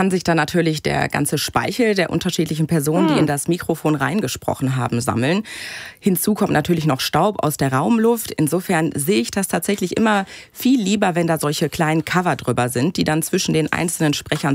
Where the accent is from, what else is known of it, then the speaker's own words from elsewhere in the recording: Bochum, North Rhine-Westphalia, Germany; Ich komme gebürtig aus Bochum, richtig. Meine Oma, die war aber ansässig in Herne